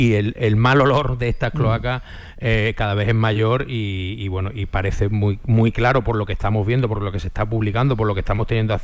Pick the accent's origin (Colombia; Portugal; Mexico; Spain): Spain; es muy triste y es muy duro ver como español y como ciudadano